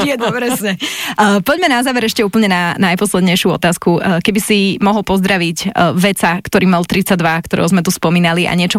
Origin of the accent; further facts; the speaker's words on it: Viničné, Bratislava Region, Slovakia; u nás vo Viničnom